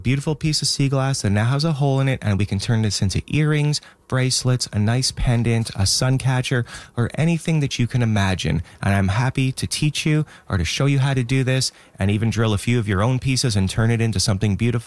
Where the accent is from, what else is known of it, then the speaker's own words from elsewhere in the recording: Montreal, Quebec, Canada; also born or lived in Calgary, Alberta; now in Cape Breton, Canada; So I was born and raised in Montreal, but I found myself living out in Calgary, Alberta